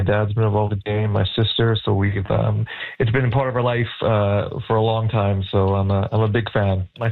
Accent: Canada; So I'll be definitely rooting for my home country here

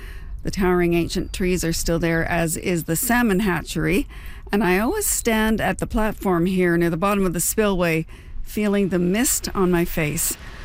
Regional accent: North Vancouver, British Columbia, Canada; And it's this lake, not far from where I grew up in North Vancouver.

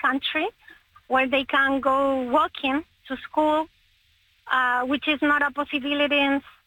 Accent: Chile; first language Spanish; English is a second language; moved away as an adult; now in Canada; We are from Chile in South America. So our first native language is Spanish. And we came to Canada 4 years ago

